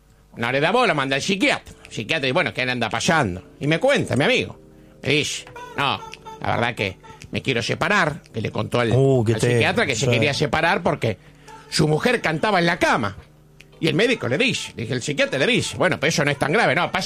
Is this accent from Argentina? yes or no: yes; Argentina; Como argentino, como latinoamericano.